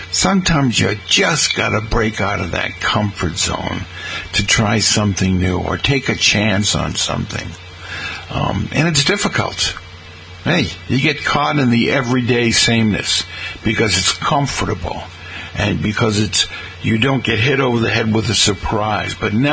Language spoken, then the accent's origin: English; Boston, Massachusetts, United States; a kid growing up in Boston